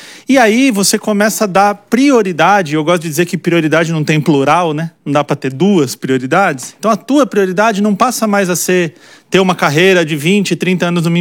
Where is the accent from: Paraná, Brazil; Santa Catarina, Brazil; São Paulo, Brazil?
São Paulo, Brazil; Mauá; Eu sou de Mauá, lá do ABC Paulista, né, que é o berço das metalúrgicas e tudo mais